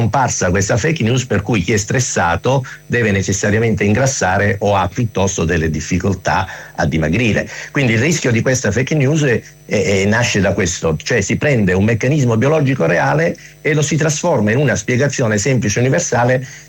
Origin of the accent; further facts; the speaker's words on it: Rome, Lazio, Italy; now in Rome and Catania, Italy; io sono romano, come diceva lei giustamente, vivo tra Roma e Catania dove lavoro